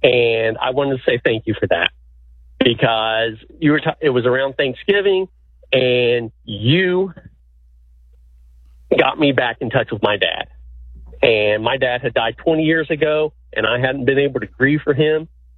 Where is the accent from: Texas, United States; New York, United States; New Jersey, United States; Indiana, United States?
Indiana, United States; I'm from Indiana